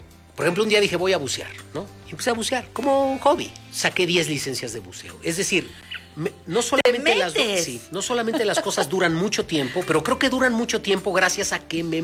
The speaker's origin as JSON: {"language": "Spanish", "country": "Mexico", "said": "el hilo conductor son los usos y costumbres de cómo somos los mexicanos."}